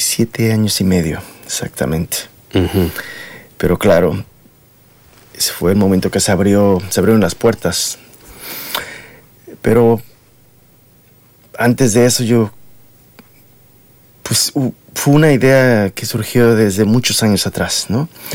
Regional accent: Mexico; moved away as an adult; now in Australia; Mi país, claro, siempre lo he extrañado y cada que voy a México me vuelvo enamorada de México

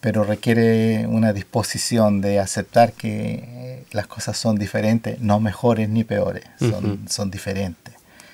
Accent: Chile; Yo soy provinciano, no soy de Santiago

